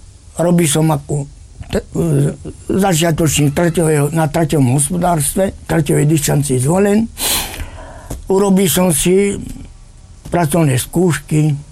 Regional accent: Dúbravy, Banská Bystrica Region, Slovakia; Pochádzam z tejto obci v Dúbravách. Narodil som sa 1. marca 1940. Pochádzam z chudobnej rodiny. Romskej.

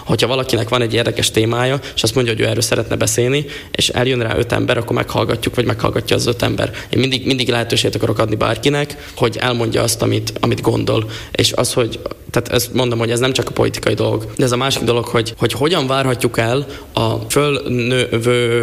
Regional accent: Felvidék, Slovakia; Az elmúlt 5-10 év rendkívül politikailag fűtött volt, főleg magyarként, felvidéki magyarként

